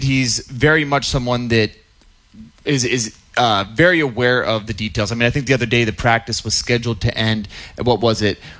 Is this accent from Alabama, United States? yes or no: no; Latrobe, Pennsylvania, United States; I'm a local. I grew up here in Latrobe. I understand what Western Pennsylvania is all about.